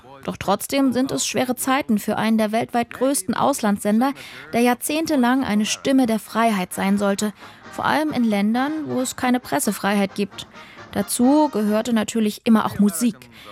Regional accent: Dresden, Saxony, Germany; aber ich komme auch aus Dresden.

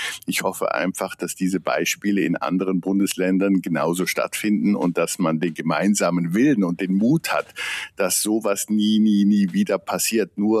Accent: Switzerland; Das ist für mich als Schweizer immer schwer zu verstehen, weil bei uns jeder Mensch Anspruch auf einen Bunkerplatz hat

